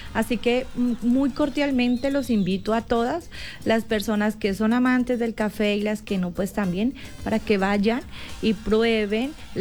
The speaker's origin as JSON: {"language": "Spanish", "town": "Palermo", "region": "Huila", "country": "Colombia"}